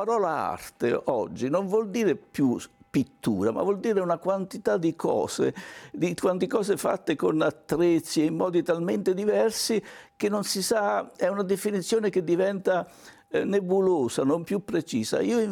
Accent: Marche, Italy; born there; la mia cadenza dialettale, per quanto riguarda la mia pittura di paesaggio, è una cadenza marchigiana.

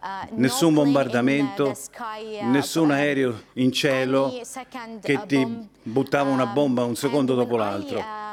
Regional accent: Gaza, Gaza Strip, Palestine; moved away as an adult; now in Pisa, Italy; Quando ho lasciato Gaza con un pullman

